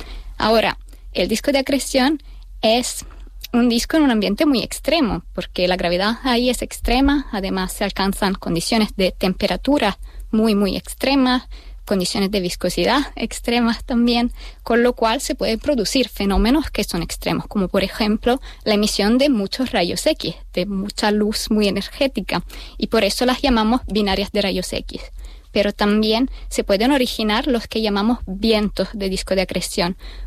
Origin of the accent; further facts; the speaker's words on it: Italy; Spanish is a second language; moved away as an adult; now in Canary Islands, Spain; yo soy italiana, estudié toda mi vida en Italia, pero me mudé después de haber acabado mis estudios aquí para empezar mi doctorado en astrofísica.